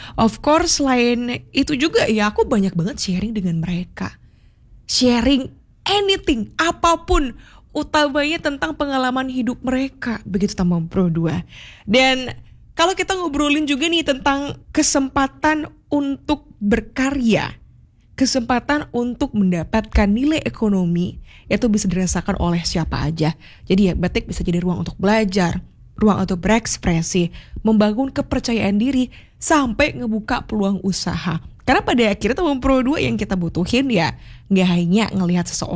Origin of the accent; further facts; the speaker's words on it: Bali, Indonesia; Tapi kamu kalau kita orang Bali yang ngomongnya cek kerosoan dengang gitu ya.